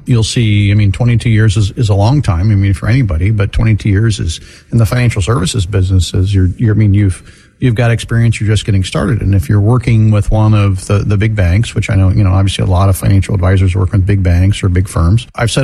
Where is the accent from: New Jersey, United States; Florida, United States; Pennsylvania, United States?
Florida, United States; I mean, I grew up in Florida.